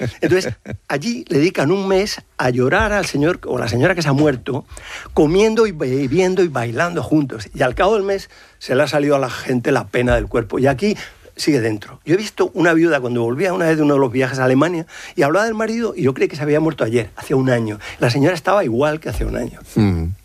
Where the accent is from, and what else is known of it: Madrid, Community of Madrid, Spain; now in Salamanca, Spain